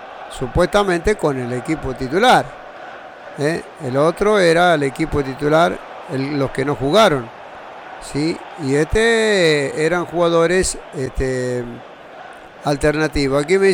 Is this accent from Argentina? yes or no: yes; Tucumán, Argentina